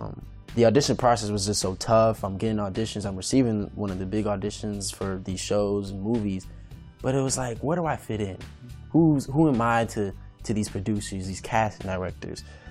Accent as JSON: {"language": "English", "town": "Raleigh", "region": "North Carolina", "country": "United States", "tie": "born or raised there", "said": "Grew up, born and raised."}